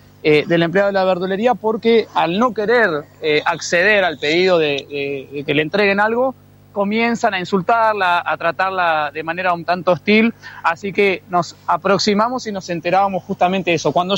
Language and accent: Spanish; Cipolletti, Río Negro, Argentina; yo al ser una persona nacida y criada en Cipolletti